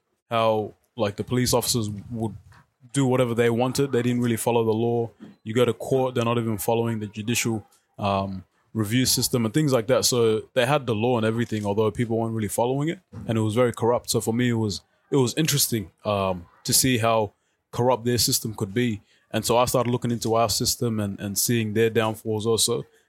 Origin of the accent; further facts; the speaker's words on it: Melton, Victoria, Australia; So I grew up in Melton, low SES community. I went to Stourdon College, that's where I graduated, school in Melton South. Grew up in a pretty large family, I think about nine of us.